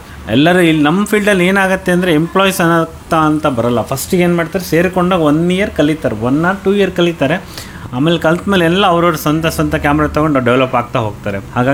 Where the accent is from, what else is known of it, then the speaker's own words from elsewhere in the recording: Shivamogga, Karnataka, India; ನಾನು ಹುಟ್ಟಿ ಬೆಳೆದಿರೋದೆಲ್ಲ ಆ್ಯಕ್ಚುಲಿ ಜಾಸ್ತಿ ಕಳೆದಿರೋದೆಲ್ಲ ಶಿವಮೊಗ್ಗದಲ್ಲೇ. ನಾನು 7th ಹಿಡಿದು ಇಷ್ಟು ಈ ಏಜ್ ತನಕ ಬಂದಿರೋದೆಲ್ಲ ಶಿವಮೊಗ್ಗದಲ್ಲೇ. ನನ್ನ ಲೈಫನ್ನೆಲ್ಲ ನಡೆದಿರೋದು ಮಾಡಿರೋದೆಲ್ಲ ಶಿವಮೊಗ್ಗದಲ್ಲೇ.